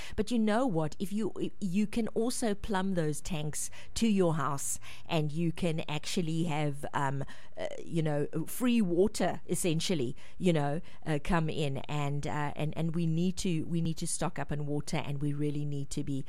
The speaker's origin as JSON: {"language": "English", "town": "Port Elizabeth", "region": "Eastern Cape", "country": "South Africa", "moved": "yes", "said": "I come from Port Elizabeth."}